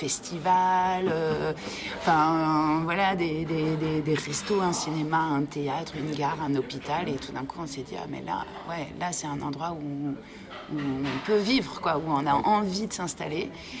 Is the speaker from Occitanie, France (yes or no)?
no; Paris, Île-de-France, France; moved away as an adult; also born or lived in Rennes; now in Drôme, France; Moi, j'ai pas fui Paris. Moi, je suis née à Paris, j'ai grandi à Paris. Paris, c'est aussi mon chez-moi. Enfin, c'est une ville dans laquelle je me sens bien, où j'avais mes habitudes et où je vivais de manière assez privilégiée et assez confortable.